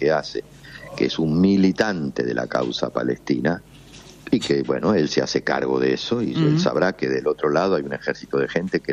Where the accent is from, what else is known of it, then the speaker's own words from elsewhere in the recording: Argentina; now in Spain; No soy español. Claro. Entonces no lo vivo con la, ¿cómo te puedo decir?, con la intensidad con la que yo podía vivir en la Argentina.